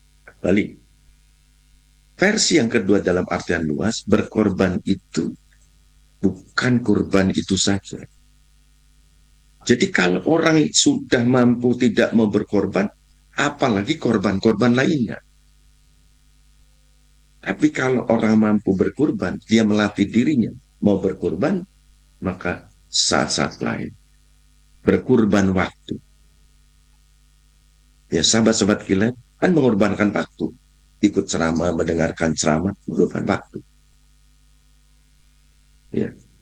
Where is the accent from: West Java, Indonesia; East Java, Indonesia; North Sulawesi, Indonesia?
West Java, Indonesia; orang kita orang Sunda